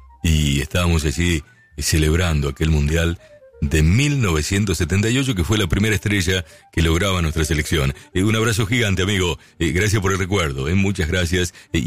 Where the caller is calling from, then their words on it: Carhué, Buenos Aires Province, Argentina; de Carué.